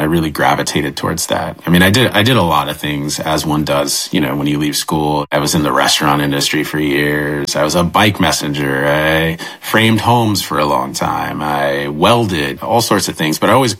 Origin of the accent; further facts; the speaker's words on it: Atlanta, Georgia, United States; growing up in Atlanta, it's a very diverse city.